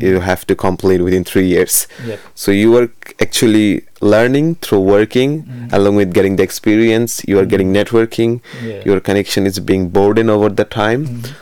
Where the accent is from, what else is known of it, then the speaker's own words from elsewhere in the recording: Bangladesh; moved away as an adult; now in Australia; I'm from Bangladesh, obviously. I've been living in Australia around 1.5 years. I came to Australia in 2025 in February 8th.